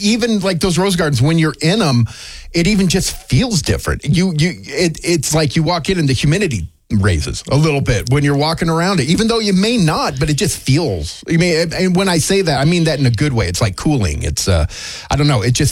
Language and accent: English; Oregon, United States; now in Northern Nevada, United States; I'm from Oregon and I know that place.